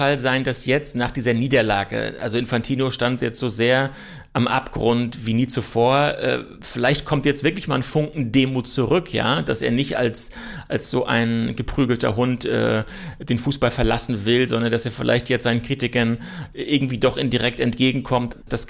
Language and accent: German; Germany; Wir kommen aus Europa, Sie kommen aus der Schweiz, Demokratie in der DNA, ich komme aus Deutschland.